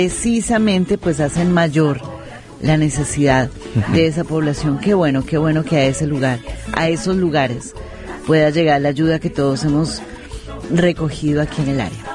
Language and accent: Spanish; Colombia; moved away; Yo como colombiana